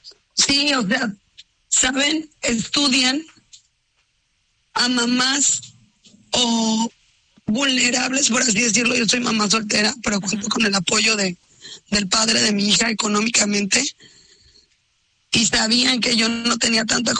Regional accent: Ciudad Mante, Tamaulipas, Mexico; yo soy de Ciudad Mante.

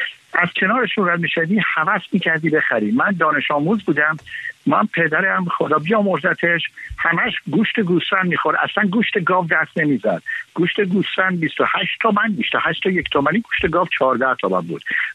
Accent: Iran; نه لهجه ما ایرانی ها

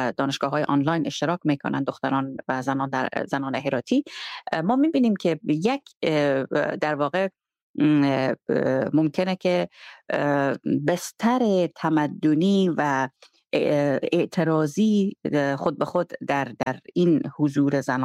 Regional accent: Herat, Afghanistan; moved away; ما خودم چون بزرگ شده هرات هستم، در هرات همونجا 20 سال حداقل کار کردیم، زندگی کردیم،

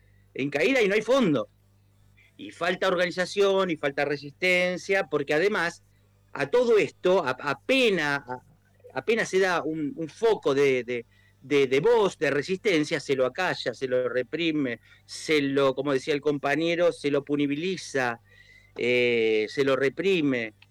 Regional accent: Argentina

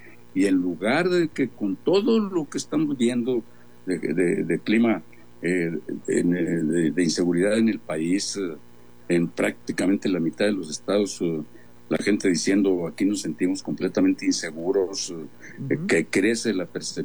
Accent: Mexico; me da vergüenza como mexicano

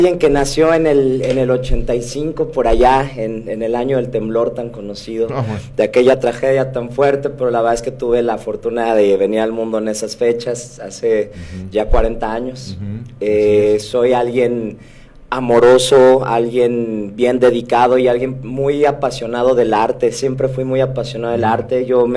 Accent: Mexico City, Mexico; now in Acapulco, Mexico; Yo soy nacido en la Ciudad de México, soy descendiente de michoacanos y jaliscienses.

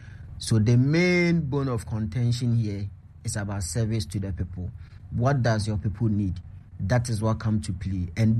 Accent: Kumasi, Ashanti, Ghana; born and raised in Kumasi, the Ashanti region. I come from Santase.

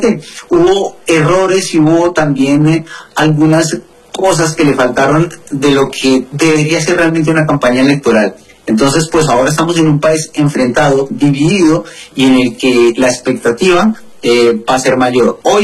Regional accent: Colombia; uno como colombiano

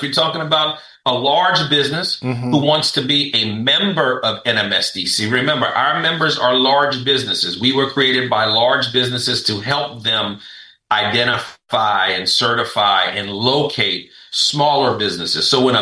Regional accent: Lafayette, Louisiana, United States; also born or lived in Houston, Texas; And so I was born in Houston. And I think it was very short after my mom realized she needed some help. And so they moved back to Lafayette, Louisiana, where she was born and raised.

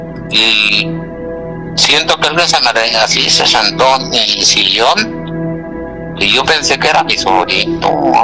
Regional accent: Guanajuato, Mexico; now in Chicago, United States; Desde Chicago. Bueno, yo soy de Guanajuato, pero ahorita tengo en Chicago

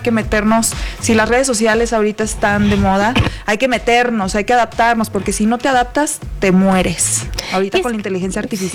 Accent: Ciudad Juárez, Chihuahua, Mexico; moved away as an adult; now in Mexico City, Mexico; a los 17 años me vine a vivir aquí a la bella Ciudad de México. Yo soy de Chihuahua. Arriba Chihuahua, arriba Ciudad Juárez.

